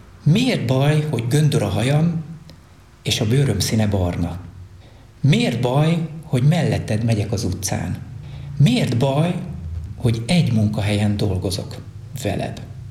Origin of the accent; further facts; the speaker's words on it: Hungary; born there; Én is itt születtem. Ez a hazám.